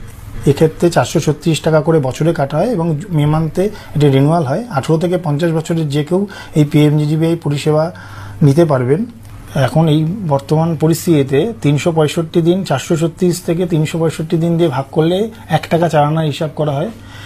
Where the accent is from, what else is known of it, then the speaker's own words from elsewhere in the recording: Mankundu, West Bengal, India; আমার বাড়ি মানকুণ্ডুতে এবং আমি একটি বেসরকারি সংস্থায় কর্মরত।